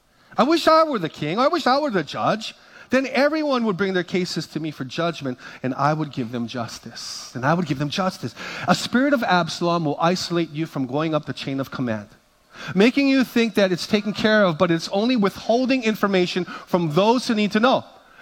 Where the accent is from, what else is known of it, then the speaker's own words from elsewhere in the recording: Hawaii, United States; In Hawaii, we ask, what high school you went to?